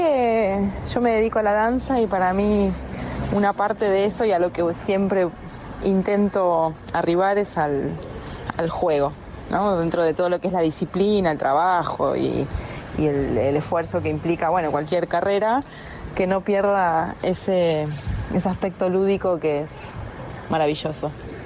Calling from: Buenos Aires, Argentina; acá saluda … de Floresta.

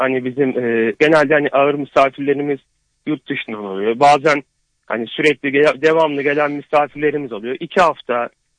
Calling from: Antalya, Turkey; Antalya Kerber'den arıyorum.

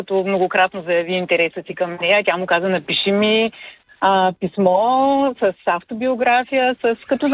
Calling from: Varna, Varna Province, Bulgaria; от Варна съм.

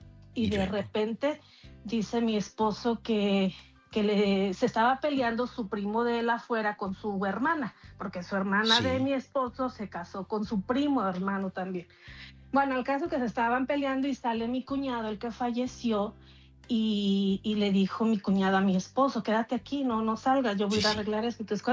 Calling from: Colorado, United States; hablo de Colorado.

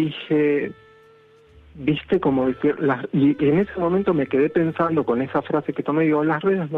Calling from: Acassuso, Buenos Aires Province, Argentina; De Acasuso.

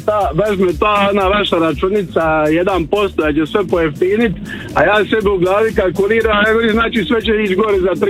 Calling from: Korčula, Dubrovnik-Neretva County, Croatia; kogod dođe tu kod nas na Korčulu

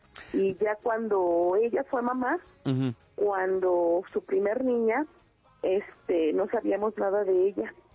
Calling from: Nezahualcóyotl, State of Mexico, Mexico; De Ciudad Nezahualcóyotl.

